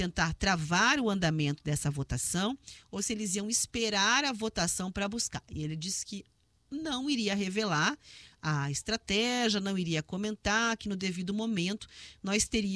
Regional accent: Paraná, Brazil; nós aqui, enquanto paranaenses, né, que pagamos impostos

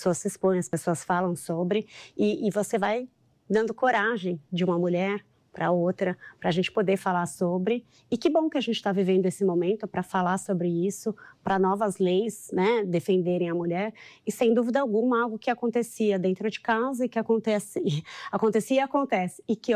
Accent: Campinas, São Paulo, Brazil; moved away as an adult; now in São Paulo, Brazil; sou de Campinas

